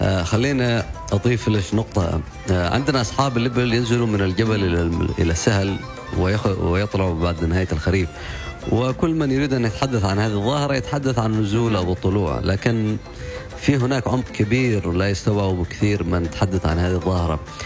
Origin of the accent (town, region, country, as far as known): Dhofar, Oman; Arabic is a second language